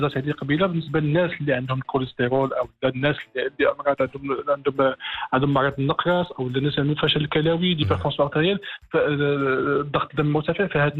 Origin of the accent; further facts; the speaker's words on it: Morocco; حنا في المغرب